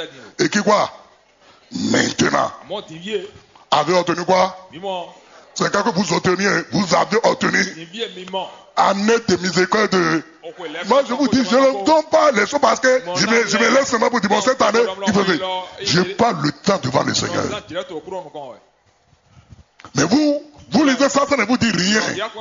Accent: Benin; Malgré que je suis béninois

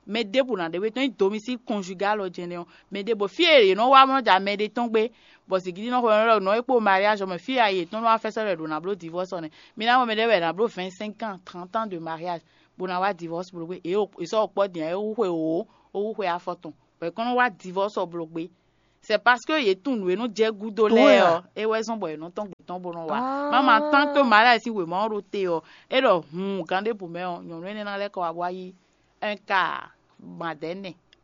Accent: Benin; nous on est béninois tu vois

